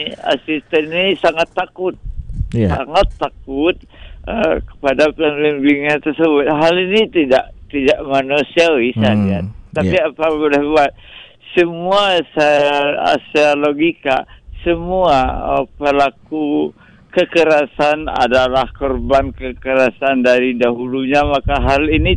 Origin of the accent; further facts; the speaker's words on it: Padang, West Sumatra, Indonesia; Dan saya di waktu itu di tempat perawatan yang cukup ternama di kota saya itu di Padang ya.